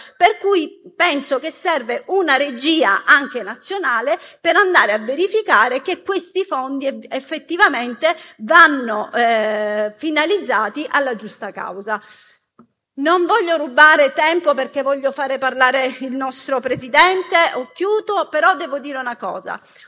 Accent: Sicily, Italy; in Sicilia, che è la mia terra

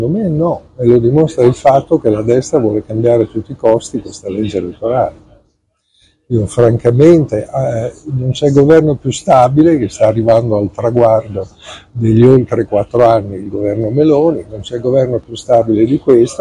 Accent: Bologna, Emilia-Romagna, Italy; Guarda, io sono un bolognese

